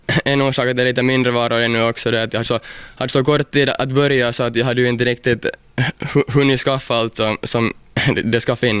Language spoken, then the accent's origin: Swedish; Pargas, Southwest Finland, Finland; jag är nog hemma från Mielisholm, och min faffa är faktiskt hemma här från Kirjais också, så att jag är nog hela min släkt här ifrån regionen